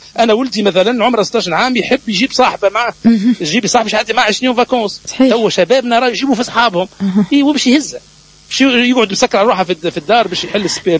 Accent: Tunisia; moved away; احنا كتونسي بالخارج

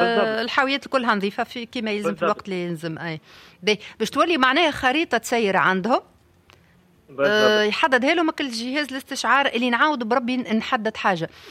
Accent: Tunisia

